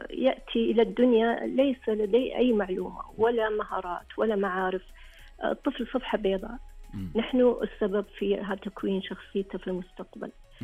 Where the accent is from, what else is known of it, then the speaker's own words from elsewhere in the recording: Saudi Arabia; عندنا التعليم في المملكة